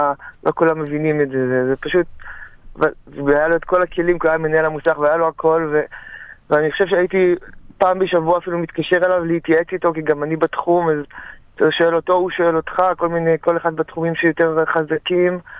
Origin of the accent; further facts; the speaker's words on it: Nir Oz, Southern District, Israel; אבל, אז אני בן קיבוץ ניר עוז